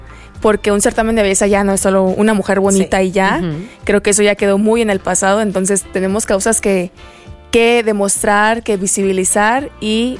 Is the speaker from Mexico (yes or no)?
yes; Chiapas, Mexico; now in Mexico City, Mexico; porque bueno, no sé si sepan, pero yo soy chiapaneca. Okay. Llevo 2 años acá